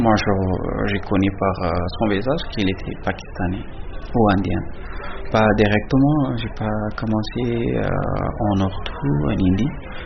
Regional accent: Afghanistan; French is a second language; moved away as an adult; now in France; Moi je viens d'Afghanistan. Je suis arrivé en France en 2015.

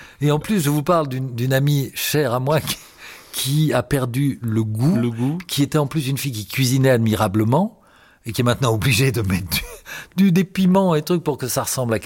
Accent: France

